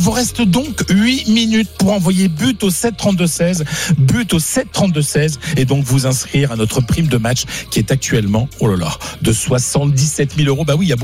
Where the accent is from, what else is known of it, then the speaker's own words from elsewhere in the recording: Hauts-de-France, France; Ça fait toujours plaisir de parler avec un Picard. Voilà, moi, je suis du Pas-de-Calais. Vraiment, la Somme, c'est vraiment pas loin.